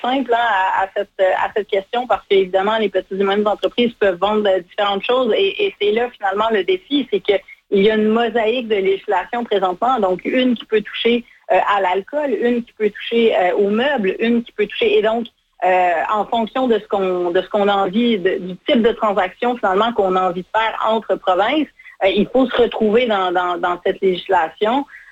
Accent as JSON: {"language": "French", "region": "Quebec", "country": "Canada", "said": "chez nous au Québec."}